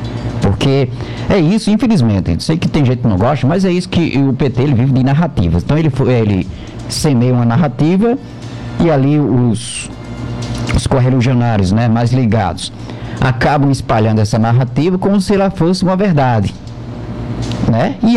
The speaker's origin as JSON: {"language": "Portuguese", "town": "Campina Grande", "region": "Paraíba", "country": "Brazil", "tie": "born or raised there", "moved": "yes", "said": "Campina Grande, tá lá na minha terra"}